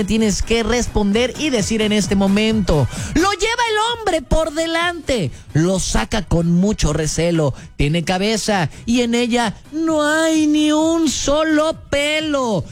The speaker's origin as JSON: {"language": "Spanish", "region": "Veracruz", "country": "Mexico", "said": "todos los que somos jarochos, todos los que somos de aquí de Veracruz"}